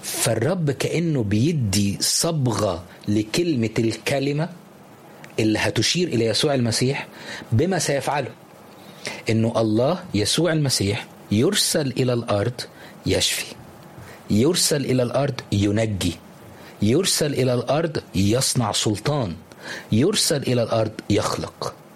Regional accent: Upper Egypt, Egypt; زي كده عندنا في الصعيد لما بيقول الراجل بيتربط من كلمته.

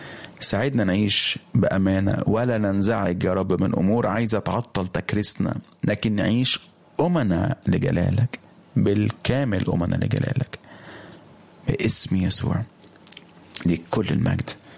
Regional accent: Egypt; هنصلي من اجل الاعلام في بلادنا مصر

